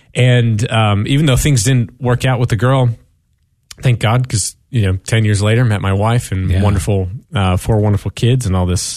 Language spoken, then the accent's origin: English; New Jersey, United States; I grew up in New Jersey. My dad's Jewish. My mom's Episcopalian. So of course, you know, when I became 21, you know, I became Catholic